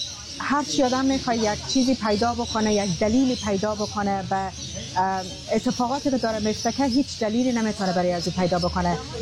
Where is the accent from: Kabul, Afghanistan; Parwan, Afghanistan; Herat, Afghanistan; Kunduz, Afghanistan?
Herat, Afghanistan; now in Sydney, Australia; من خودم از هرات هستم